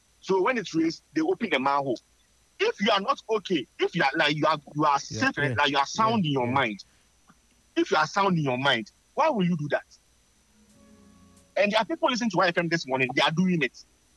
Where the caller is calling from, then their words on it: Ghana